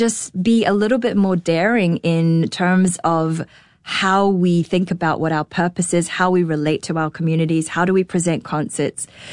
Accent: Auckland, New Zealand; I grew up in Auckland.

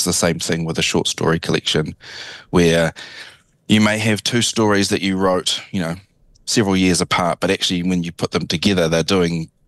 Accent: New Zealand; also born or lived in Brisbane / Edinburgh; I lived in Brisbane for 3.5 years, and then I lived in Edinburgh, and I was away from New Zealand for 2 years in the Northern Hemisphere.

